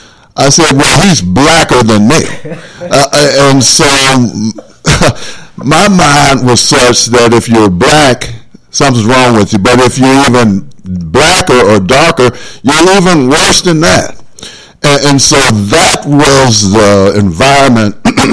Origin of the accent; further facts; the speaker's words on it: Berkeley, California, United States; Now, you have to understand, I came from Berkeley, California, the home of the Black Panthers.